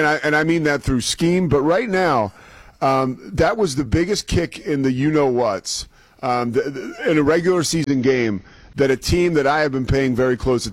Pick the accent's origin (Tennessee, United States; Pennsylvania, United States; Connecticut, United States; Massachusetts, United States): Pennsylvania, United States; Philadelphia; You know, remember, I'm from Philadelphia here